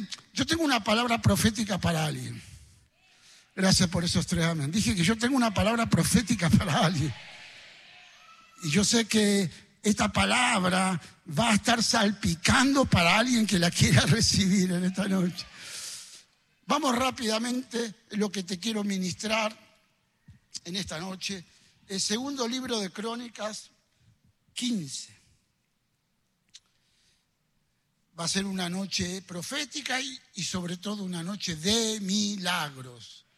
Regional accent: Argentina; Yo vengo de Argentina, el mejor país del mundo, después de Colombia.

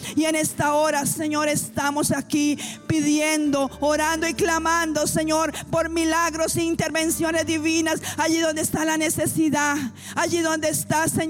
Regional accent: Colombia; como colombianos, ponemos a Colombia en tus manos, Señor.

